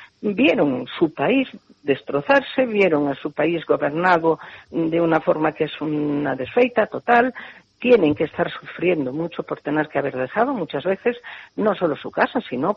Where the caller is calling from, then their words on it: Galicia, Spain; qué bueno que se nos identifique como gallegos, yo me alegro mucho, pero se nos identifica cuando decimos media palabra